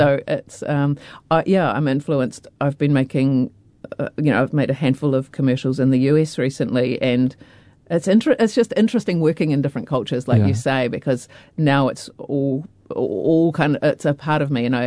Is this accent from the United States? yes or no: no; New Zealand; you know, I'm a Kiwi, right? And I think our sense of humour is quite different.